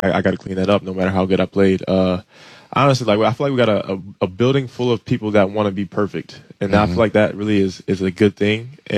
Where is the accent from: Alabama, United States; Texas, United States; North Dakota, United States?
Alabama, United States; Mobile; I'm originally from Mobile, Alabama.